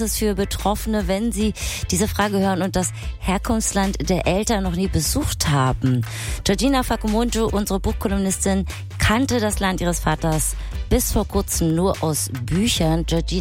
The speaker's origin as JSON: {"language": "German", "region": "Berlin", "country": "Germany", "said": "Ich antworte dann ja immer wahrheitsgemäß aus Berlin. Das irritiert so manch einen immer noch, da ich schwarz bin."}